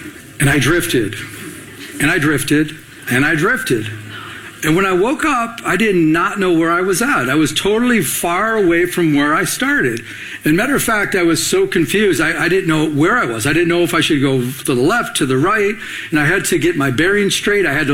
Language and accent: English; Michigan, United States; growing up in Michigan, there's a lot of lakes